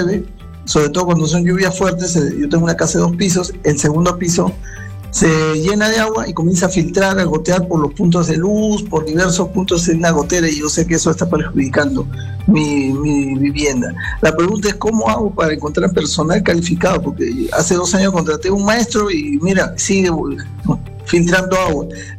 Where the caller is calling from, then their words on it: Lima, Peru; Te hablo desde Los Cedros de Villa Chorrillos.